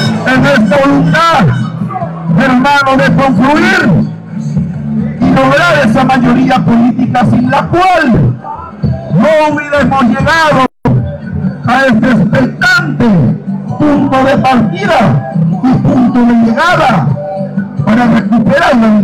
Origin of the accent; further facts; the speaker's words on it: Chile; Necesitamos como pueblo chileno como pueblo de respuesta del procedimiento electoral